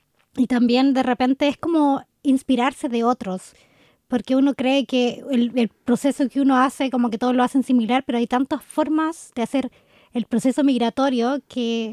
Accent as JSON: {"language": "Spanish", "country": "Chile", "moved": "as an adult", "lives_now": "Germany", "said": "nosotros dos venimos de Chile"}